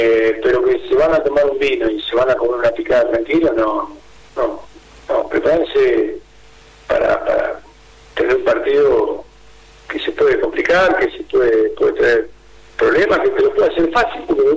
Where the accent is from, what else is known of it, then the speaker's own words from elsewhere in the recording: Argentina; Yo soy argentino, soy argentino también. Lo que pasa es que me toca estar de este lado del mostrador.